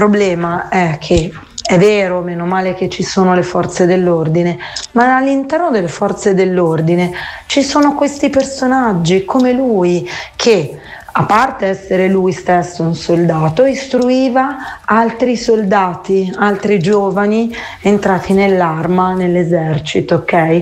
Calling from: Monza, Lombardy, Italy; da Monza.

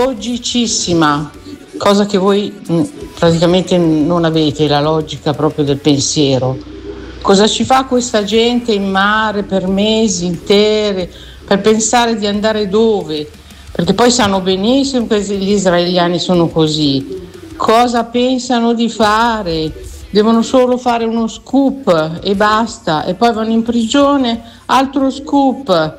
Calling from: Seregno, Lombardy, Italy; da Seregno.

